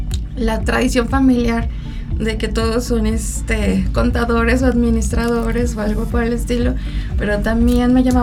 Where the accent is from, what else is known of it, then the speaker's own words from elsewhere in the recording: Veracruz, Mexico; moved away as an adult; also born or lived in Querétaro; now in San Luis Potosí, Mexico; Yo soy de Veracruz, entonces estudié en Jalapa